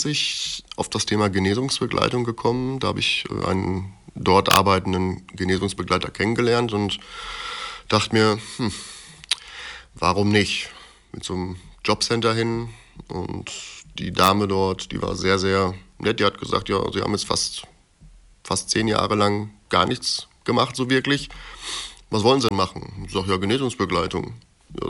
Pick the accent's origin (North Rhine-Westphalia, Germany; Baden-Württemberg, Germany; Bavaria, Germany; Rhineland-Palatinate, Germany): North Rhine-Westphalia, Germany; Bochum; moved away as an adult; Bin dafür sogar in eine andere Stadt gezogen, knapp 300 Kilometer weit von meinem Heimatort Bochum entfernt.